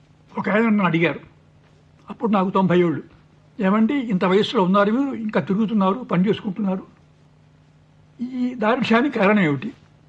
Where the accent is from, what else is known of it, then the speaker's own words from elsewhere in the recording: Machilipatnam, Andhra Pradesh, India; born there; also born or lived in his home village (unnamed); అందువల్ల మచిలీపట్నం వచ్చాం. కాబట్టి మాధ్యమిక విద్య అంతా కూడా మచిలీపట్నంలో జరిగింది.